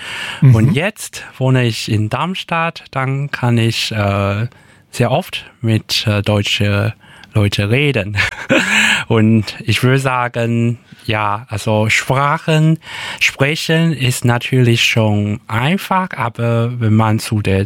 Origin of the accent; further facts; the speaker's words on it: Taiwan; accent: Taiwanese Hokkien; first language Taiwanese Hokkien; German is a second language; moved away; meine Familie sprechen Taiwanesisch, also Fukien und es gibt so viele unterschiedliche Aussprache, wie zum Beispiel Wasser auf Mandarin ist Shui, aber auf meinem Dialekt Hokkien ist Zui.